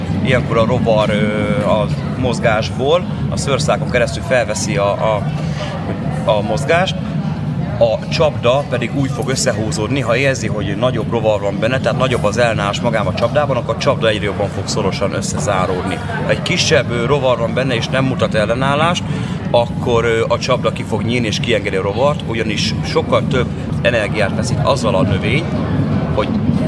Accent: Balmazújváros, Hajdú-Bihar, Hungary; Konkrétan Balmazújvárosról jöttünk, innen Debrecen mellől.

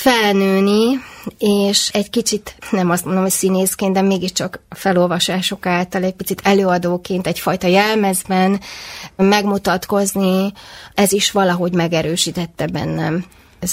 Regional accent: Pécs, Baranya, Hungary; én ugye nagyon sokat minisztráltam gyerekkoromban. Pécsett a Székesegyházban.

